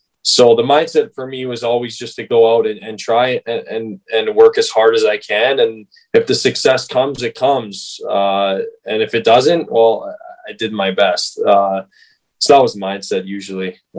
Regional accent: King City, Ontario, Canada; I'm from King City. We have a small local rink just by my house

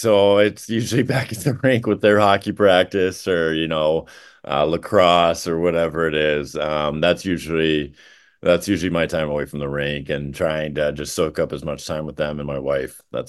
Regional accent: Janesville, Wisconsin, United States; I was from Janesville.

